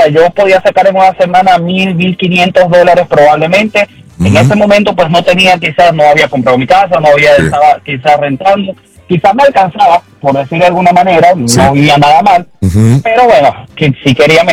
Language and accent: Spanish; Venezuela; moved away; soy venezolano.